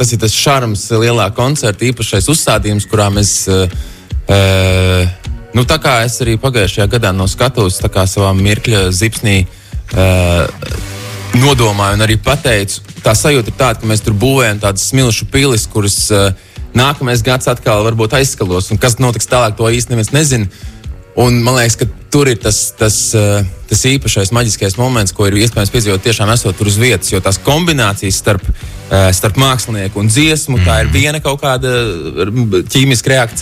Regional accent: Jūrmala, Riga Planning Region, Latvia; es esmu vislielākais jūrmalnieks.

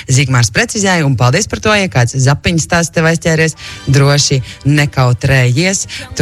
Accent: Latgale, Latvia; Bet mēs no Latgales

